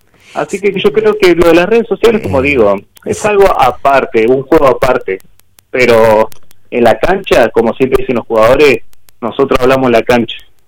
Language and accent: Spanish; Argentina